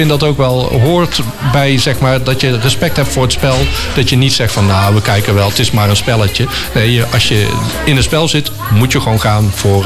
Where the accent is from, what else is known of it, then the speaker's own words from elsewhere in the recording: Breda, North Brabant, Netherlands; accent: zachte tongval; moved away as an adult; also born or lived in Tilburg / Duivendrecht; now in Weesp, Netherlands; Geboren en getogen in Breda en later in Tilburg gaan studeren. En van Tilburg uiteindelijk naar deze regio verhuisd. Toen ik een jaar of 30 was. En toen zijn we hier eigenlijk om de hoek in Duivendrecht